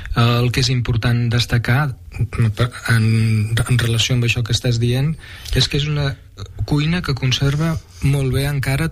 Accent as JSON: {"language": "Catalan", "town": "Reus", "region": "Catalonia", "country": "Spain", "said": "Jo sempre dic que sóc de Reus."}